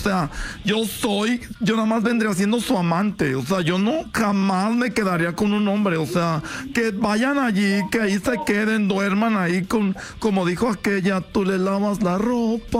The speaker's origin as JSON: {"language": "Spanish", "town": "Silao", "region": "Guanajuato", "country": "Mexico", "said": "Sí, yo soy de Guanajuato. Güey. Sí, soy de Silao, Guanajuato."}